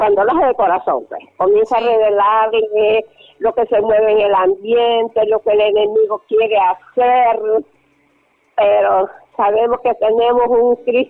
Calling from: San Pedro Sula, Cortés, Honduras; Yo la llamo en San Pedro

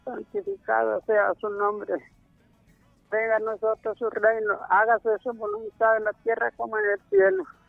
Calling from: El Progreso, Yoro, Honduras; Le hablo de aquí de Guacamaya

